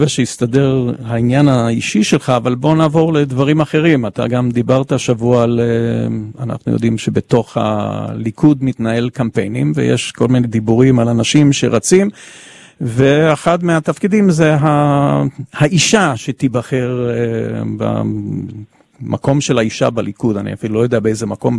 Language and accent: Hebrew; Ashkelon, Southern District, Israel; אני גדלתי באשקלון, כל אחד מאיתנו שמגיע מהפריפריות